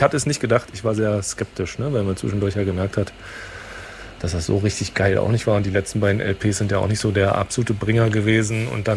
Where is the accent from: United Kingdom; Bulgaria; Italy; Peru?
United Kingdom; England; als typischer Engländer, der Raum war voll mit einem Drittel ebenfalls aus Großbritannien stammender Menschen.